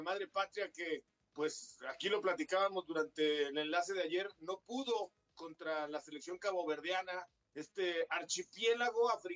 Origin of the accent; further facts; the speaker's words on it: Mexico; No, luego algunos se confunden, hablo de periodistas que porque está en México el Mundial y somos mexicanos, hay que pintar